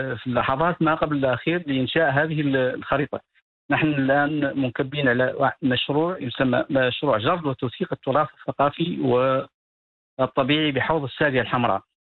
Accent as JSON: {"language": "Arabic", "region": "Moroccan Sahara", "country": "Morocco", "said": "عندنا في الصحراء"}